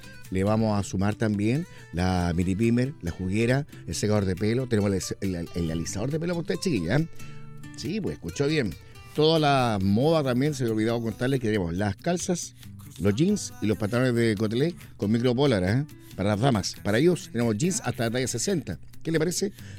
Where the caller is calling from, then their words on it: Osorno, Los Lagos, Chile; Hola, soy una fiel auditora, soy de Osorno. Quiero felicitarle, muy bueno su programa, acá mucho frío.